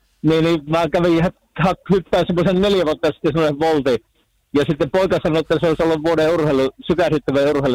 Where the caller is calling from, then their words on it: Raahe, North Ostrobothnia, Finland; No täällä soittelen Kelliskulle Pattijoelta.